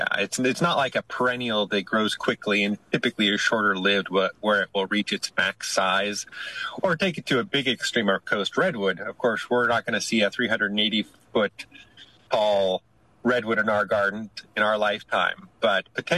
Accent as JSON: {"language": "English", "town": "Monterey", "region": "California", "country": "United States", "tie": "born or raised there", "said": "I grew up in the Monterey area, the greater Monterey area, and I spent a lot of time hiking and camping as a kid."}